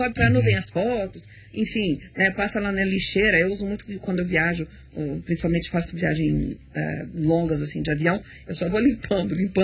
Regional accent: South Region, Brazil; Eu sou sulista. E no sul a gente só tomava banho quente.

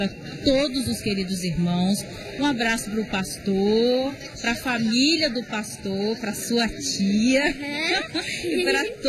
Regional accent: Vila Velha, Espírito Santo, Brazil; moved away as an adult; now in Serra, Brazil; Aí eu morei minha vida toda lá, e eu fui pra Serra, aí eu fui me adaptando, mas agora eu gosto.

